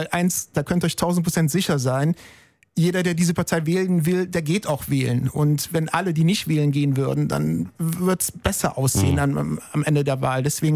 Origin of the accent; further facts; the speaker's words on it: Italy; Also ich glaube, das ist auf jeden Fall, dass wir Italiener es einfacher haben